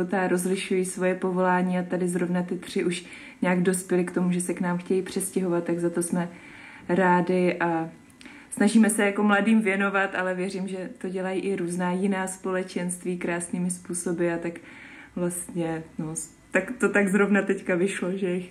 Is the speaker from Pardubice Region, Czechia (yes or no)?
no; South Moravian Region, Czechia; pocházím od Brna, teď jsem zase v komunitě znova zpátky v Brně, teď poslední druhým rokem